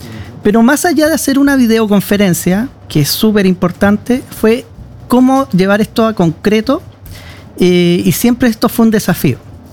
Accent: Chile; Y nosotros como comunidad nacional, como chilenos, generalmente nos olvidamos de eso.

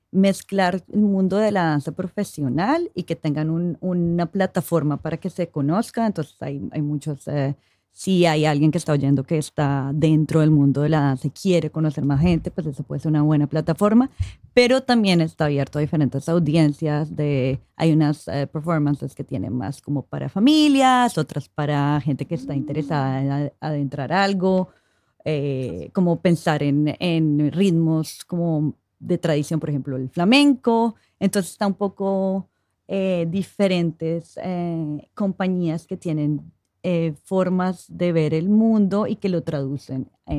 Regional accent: Colombia; yo soy colombiana

